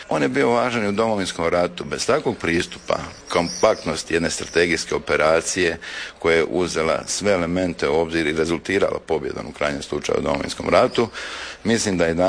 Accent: Imotski, Split-Dalmatia County, Croatia; u Imotskom, mom rodnom gradu. To mi je bila privilegija što sam rođen tu

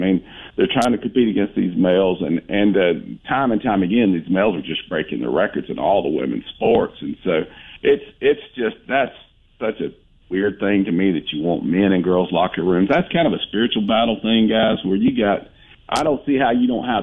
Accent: Fort Rucker, Alabama, United States; most of the people that I grew up with around Fort Rucker, their dads were Vietnam pilots.

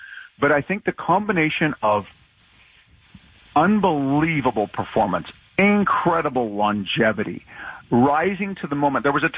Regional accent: Vancouver, British Columbia, Canada; I'm from Vancouver originally.

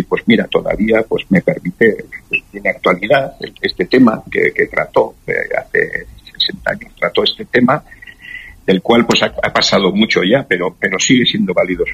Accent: Hernani, Basque Country, Spain; en Hernani, de donde soy yo

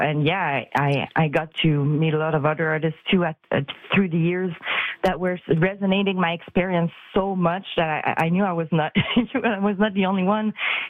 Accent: Gatineau, Quebec, Canada; because I used to live, I grew up in Gatineau. When I was really, really young, my dad had to move to near Ottawa for work.

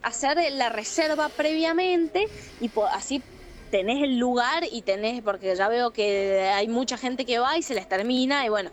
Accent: Godoy Cruz, Mendoza, Argentina; Soy Godoy Cruceña sí, por siempre.

